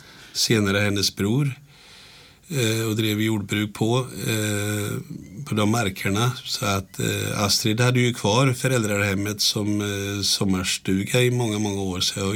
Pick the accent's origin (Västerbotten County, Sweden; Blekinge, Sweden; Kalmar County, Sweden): Kalmar County, Sweden; Vimmerby; Ja, det, jag kommer ju, jag är ju född och uppvuxen i Vimmerby.